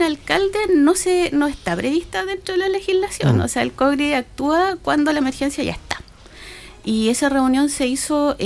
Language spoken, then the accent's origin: Spanish; Santiago, Santiago Metropolitan Region, Chile; moved away as an adult; Sí, bueno, yo llevo acá 17 años aproximadamente. Vengo del sur de Santiago, la parte sur de Santiago, donde estamos acostumbrados a tener lluvias grandes, lluvias potentes, digamos.